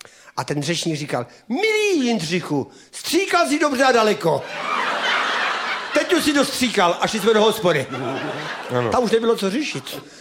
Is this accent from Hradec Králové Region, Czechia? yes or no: no; Osek, Ústí nad Labem Region, Czechia; U nás v Oseku, já jsem z Oseka.